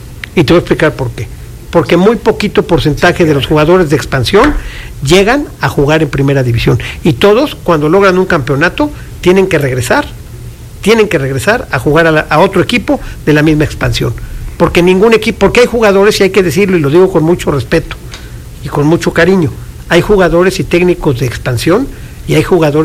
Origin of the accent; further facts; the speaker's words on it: Puebla, Mexico; nosotros como poblanos